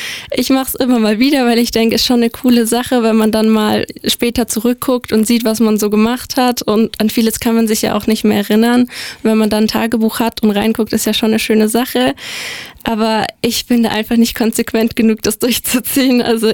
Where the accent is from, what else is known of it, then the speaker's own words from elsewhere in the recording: Löwenstein, Baden-Württemberg, Germany; Ja, sehr. Also es ist halt auch einfach durch die ländliche Gegend, es ist sehr ruhig, man hat entspannt, man hat auch viele Tiere, die dort unterwegs sind. Es ist einfach eine sehr entspannte, entschleunigende Gegend.